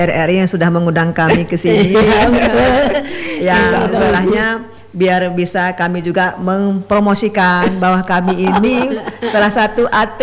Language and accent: Indonesian; Aceh, Indonesia; Kalau bisa nanti kita dari Aceh Tengah, kalau bisa diambil bibit-bibitnya